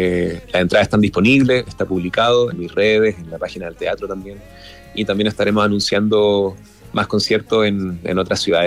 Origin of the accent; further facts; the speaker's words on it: Santiago, Santiago Metropolitan Region, Chile; Yo soy de Santiago, soy de la comuna de Peñalolén.